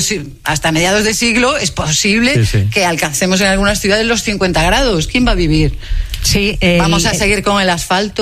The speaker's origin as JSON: {"language": "Spanish", "region": "Galicia", "country": "Spain", "said": "En las casas, yo soy gallega, pues no hay aire acondicionado"}